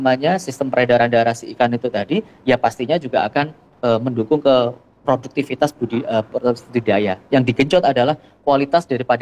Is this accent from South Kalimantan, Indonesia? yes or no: no; Sampang, East Java, Indonesia; saya orang asli Sampang Bu ya, dari Sreseh